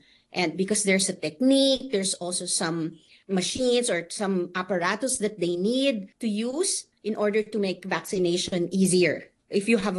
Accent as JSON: {"language": "English", "country": "Philippines", "said": "I am originally, I'm a Filipino."}